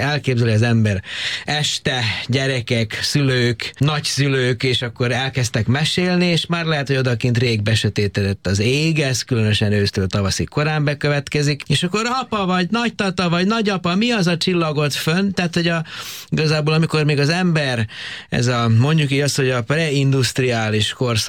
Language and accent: Hungarian; Horgoš, Vojvodina, Serbia; annyi horgos faluban nőttem föl, ugye Jugoszláviának hívták akkor még azt az országot